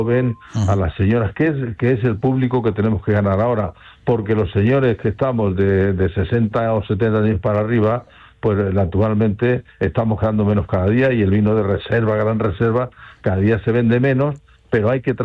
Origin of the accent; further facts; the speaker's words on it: Spain; nosotros los españoles